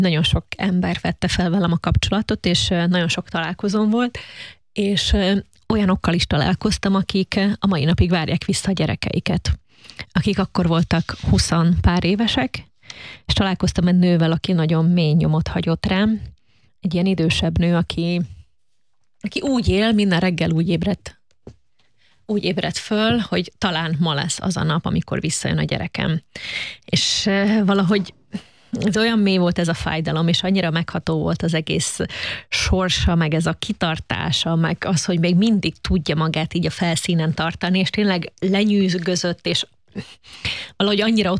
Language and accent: Hungarian; Šamorín, Trnava Region, Slovakia; Én felvidéki vagyok, egy kisvárosban származom, Csallóközből, Somorjáról, és nálunk a mai napig van ravatal.